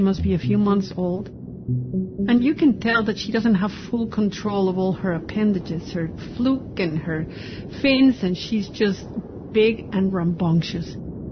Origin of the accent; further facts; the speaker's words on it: Cuernavaca, Morelos, Mexico; Growing up in Cuernavaca was such a bless